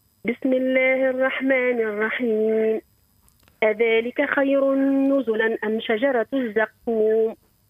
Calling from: Tunisia

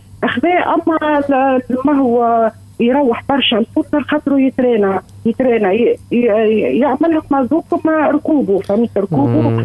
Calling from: Tunis, Tunis Governorate, Tunisia; أنا … من تونس.

